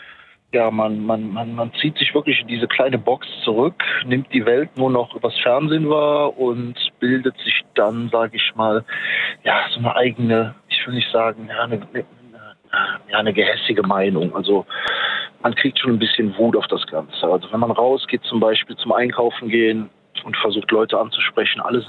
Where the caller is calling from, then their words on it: Germany; Ich komme aus der Eifel.